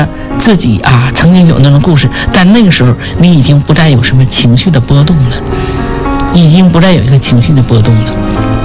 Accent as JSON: {"language": "Chinese", "region": "Northeast China", "country": "China", "said": "我们东北人叫割了瓣哈"}